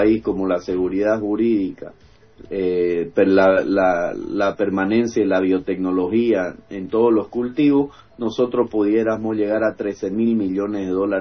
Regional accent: Santa Cruz, Bolivia; nuestro labón primario como cruceño es la agropecuaria

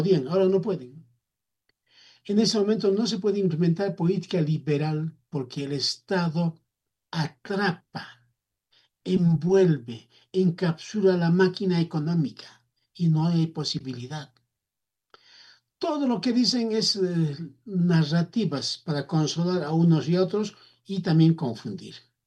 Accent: Bolivia; vamos a terminar en la miseria como bolivianos.

